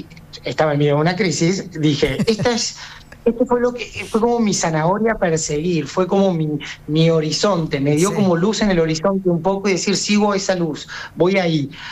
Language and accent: Spanish; Córdoba, Argentina; moved away as an adult; now in Buenos Aires, Argentina; en Córdoba, en mi ciudad natal